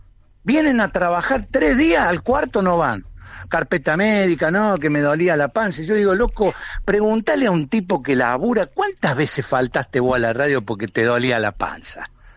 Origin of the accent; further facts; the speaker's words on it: Córdoba, Argentina; Soy cordobés, soy sarcástico.